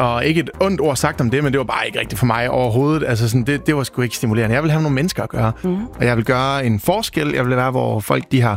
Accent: Central Denmark Region, Denmark; Jeg måtte simpelthen, nu flytter syd for Aarhus, og jeg er fra Djursland af.

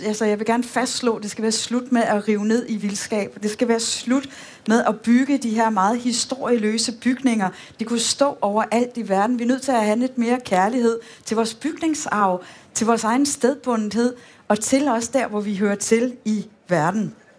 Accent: Aarhus, Central Denmark Region, Denmark; moved away; jeg er vokset op i Risskov, lidt uden for Aarhus

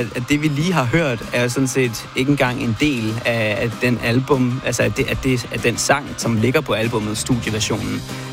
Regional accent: Stevns, Zealand, Denmark; fra Vestjylland og hjem til Stevns, hvor jeg kommer fra.

